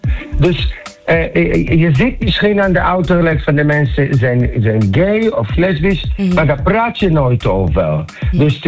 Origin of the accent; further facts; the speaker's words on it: Amsterdam, North Holland, Netherlands; Het gevoel, de kippenvel die je hebt op dat moment, ook als Amsterdammer, maar ook als een stuk van een van de koren.